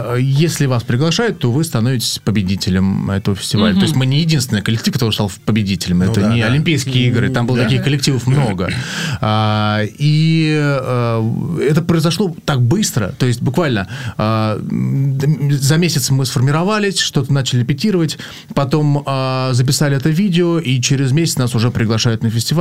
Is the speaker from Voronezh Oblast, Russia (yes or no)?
yes; Voronezh, Voronezh Oblast, Russia; И я был чуть ли не первым представителем вообще из Воронежа